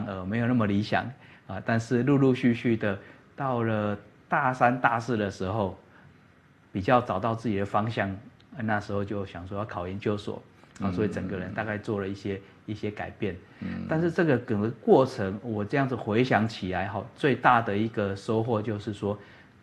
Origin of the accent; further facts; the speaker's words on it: Yunlin County, Taiwan; moved away as an adult; 我是云林人